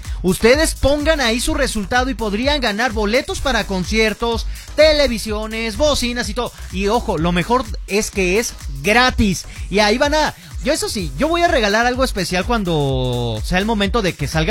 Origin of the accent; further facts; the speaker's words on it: Mexico; Pero, por otro lado, soy mexicano, entonces también una alegría que nos den.